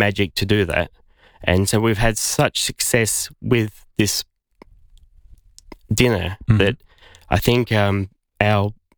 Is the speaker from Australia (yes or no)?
yes; South Australia, Australia; But I grew up in the Barossa and I was always passionate about the Barossa.